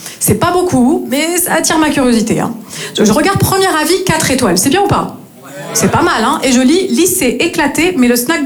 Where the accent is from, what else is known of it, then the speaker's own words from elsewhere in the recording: Northeast France, France; now in Marseille, France; je viens du nord-est de la France et je me suis installée ici à Marseille il y a tout juste 3 ans et demi.